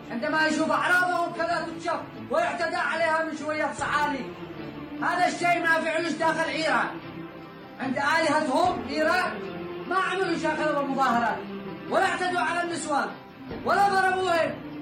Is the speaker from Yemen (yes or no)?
yes; Yemen; ولا أدخلوا لنا أي ميزة بأن نحن يمنيين.